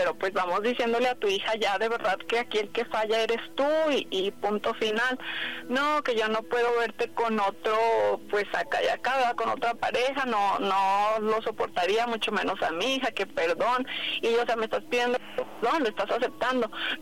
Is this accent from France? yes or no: no; Tonalá, Jalisco, Mexico